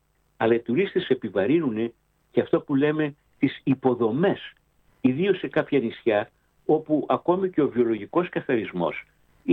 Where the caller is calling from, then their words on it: Greece; έχω δικαίωμα να τις επικρίνω σαν Έλληνας πολίτης.